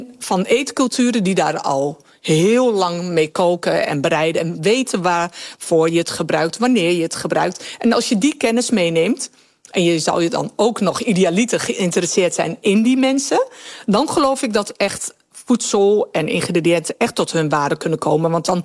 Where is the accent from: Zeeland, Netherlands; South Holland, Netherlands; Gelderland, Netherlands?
Gelderland, Netherlands; Winterswijk; omdat ik Marokkaanse ben uit Winterswijk